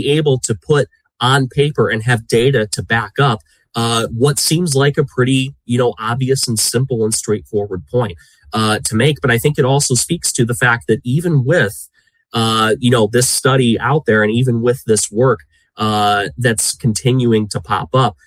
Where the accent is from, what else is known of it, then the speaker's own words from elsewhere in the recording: Michigan, United States; Even take my home state of Michigan.